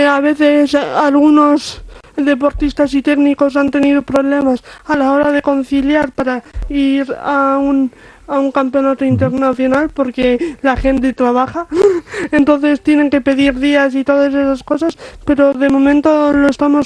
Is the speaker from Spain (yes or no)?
yes; Guernica, Basque Country, Spain; cuando voy a Guernica, a mi pueblo, pues la gente pues ya me empieza a conocer más